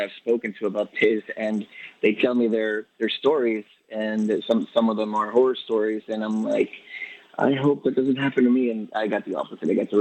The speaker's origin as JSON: {"language": "English", "town": "Guayaquil", "region": "Guayas", "country": "Ecuador", "moved": "yes", "said": "So I'm originally from Ecuador, Guayaquil, Ecuador, the coast."}